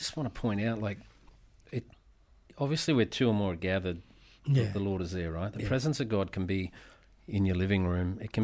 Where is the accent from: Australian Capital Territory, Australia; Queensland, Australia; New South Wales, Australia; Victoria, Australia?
New South Wales, Australia; Cootamundra; moved away as an adult; also born or lived in United States; I grew up in Cootamundra